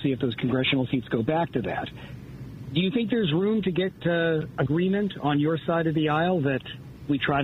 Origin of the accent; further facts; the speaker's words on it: California, United States; as a Californian